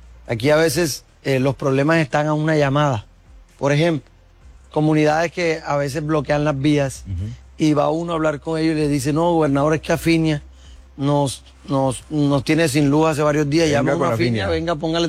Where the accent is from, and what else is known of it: Magangué, Bolívar, Colombia; born or raised there